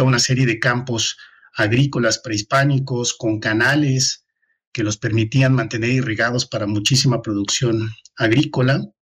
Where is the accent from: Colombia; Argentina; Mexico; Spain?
Mexico; Tenosique, Tabasco; now in San Cristóbal de las Casas, Mexico; yo generalmente como buen tabasqueño